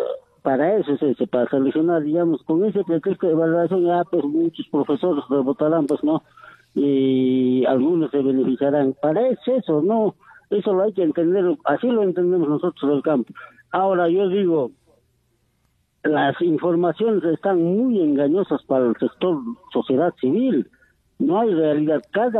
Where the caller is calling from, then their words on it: Cabanilla, Puno, Peru; Voy a llamar del distrito Cabanilla, provincia Lampa.